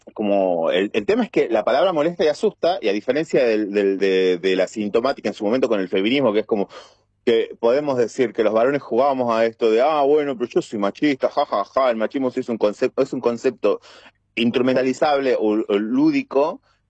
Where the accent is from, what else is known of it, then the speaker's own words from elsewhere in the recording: Argentina; nosotros como argentinos